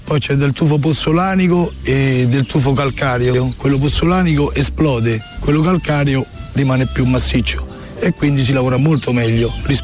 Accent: Poli, Lazio, Italy; moved away as an adult; Poli è il mio paese, è tutto, è la mia vita. Poi trovo di tutto, persone sagge, persone a modo, la natura, l'aria pulita. Io ho vissuto molti anni all'estero, 10 anni. Ho sentito il bisogno di tornare nella mia terra.

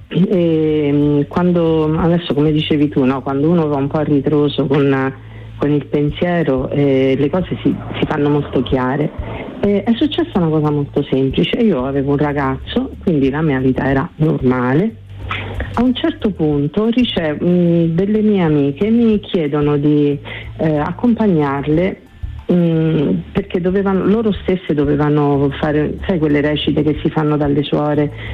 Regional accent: Abruzzo, Italy; E io sono abruzzese, sono marsicana

